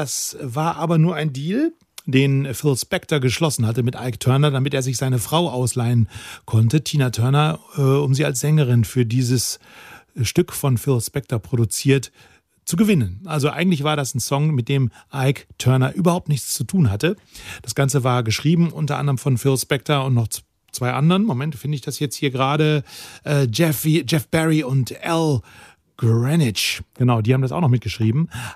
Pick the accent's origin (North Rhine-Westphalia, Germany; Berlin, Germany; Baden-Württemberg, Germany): North Rhine-Westphalia, Germany; Münster; Hier sind meine Freunde von Menotti Hi-Fi, die kommen aus Münster, also aus meiner Heimat.